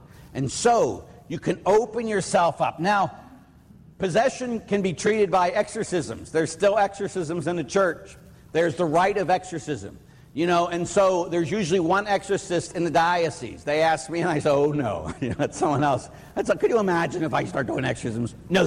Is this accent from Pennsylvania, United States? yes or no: yes; Pittsburgh, Pennsylvania, United States; And at Waldemere, because we're from Pittsburgh, we came up there.